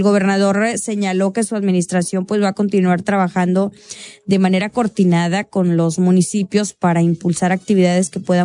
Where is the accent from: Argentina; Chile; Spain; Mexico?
Mexico; Pero bueno, esto es como buenos mexicanos, hombre, todo se hace a la mera hora